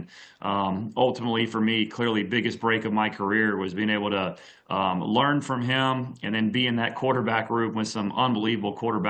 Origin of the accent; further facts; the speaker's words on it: Lubbock, Texas, United States; also born or lived in Abilene; Yeah, so, I was born in Abilene, Texas, but I really grew up in Lubbock whenever my dad took that job there at Texas Tech in 1999, and Lubbock is home for me.